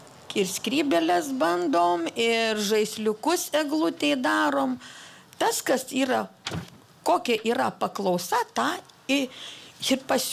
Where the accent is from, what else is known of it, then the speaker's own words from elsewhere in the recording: Pasvalys, Panevėžys County, Lithuania; now in Kėdainiai, Lithuania; Taip pat esam aukštaičių kraštas, tai esu kilusi iš Pasvalio, ten mano močiutė yra išmokiusi pinti aukštaitiškas pintinės juostas